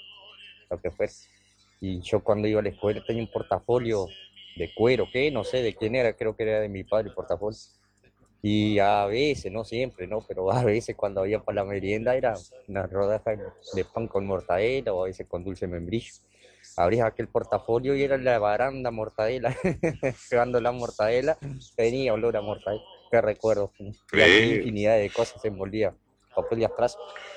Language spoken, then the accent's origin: Spanish; Salto, Uruguay; moved away; Yo me crié, yo nací en el 80. Y me crié allá en mi pueblo, en Salto.